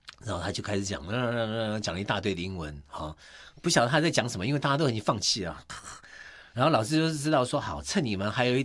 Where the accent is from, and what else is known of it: Taiwan